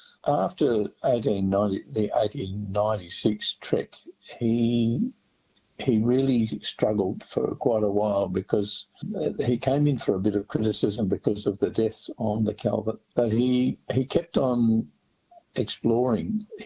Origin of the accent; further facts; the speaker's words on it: Sydney, New South Wales, Australia; We grew up in on the North Shore in West Pymble